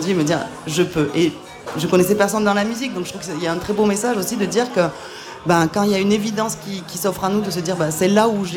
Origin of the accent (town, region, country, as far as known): Southwest France, France; now in La Rochelle, France